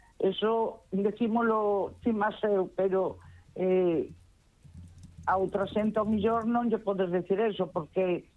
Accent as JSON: {"language": "Galician", "town": "A Coruña", "region": "Galicia", "country": "Spain", "tie": "born or raised there", "said": "eu criei-me na Coruña, meus pais meus irmãs"}